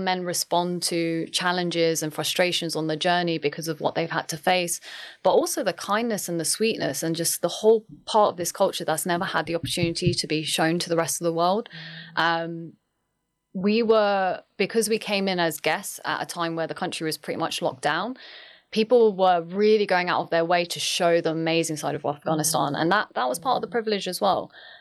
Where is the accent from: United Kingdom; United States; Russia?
United Kingdom; That's the reality of what I'm experiencing as a British Pakistani.